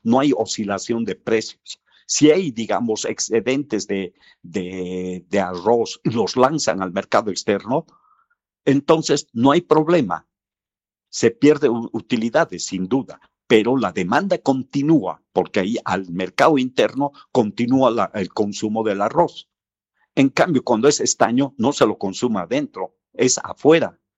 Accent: Bolivia

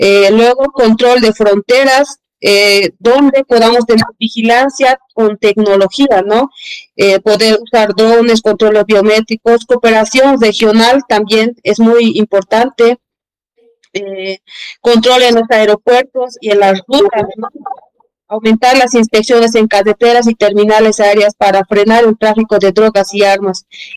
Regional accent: Bolivia

